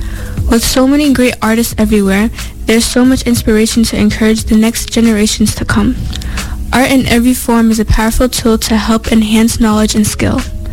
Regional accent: Missouri, United States; growing up in Missouri

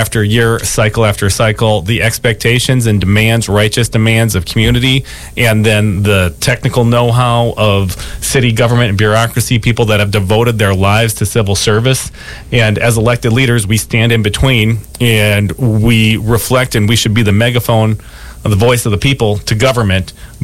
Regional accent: Richfield, Minnesota, United States; also born or lived in Bloomington, Minnesota; in Richfield, which is a city that I grew up in. I was born in Bloomington, attended Bloomington, Richfield, and public schools, and our family just got grounded in Richfield

